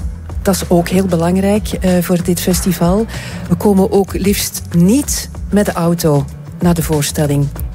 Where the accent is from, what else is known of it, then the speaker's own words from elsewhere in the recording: Antwerp, Flanders, Belgium; als Antwerpenaar